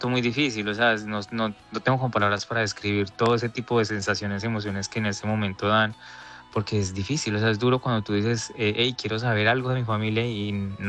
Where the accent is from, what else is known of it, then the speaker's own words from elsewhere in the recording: Pereira, Risaralda, Colombia; porque pues yo soy de Pereira y realmente como que viví eso muy de cerca